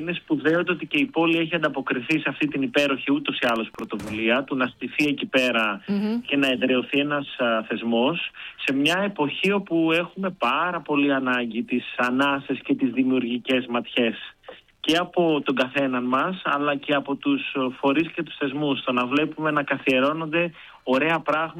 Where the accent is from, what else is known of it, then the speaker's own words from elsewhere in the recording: Thessaloniki, Central Macedonia, Greece; είμαι και από τη Θεσσαλονίκη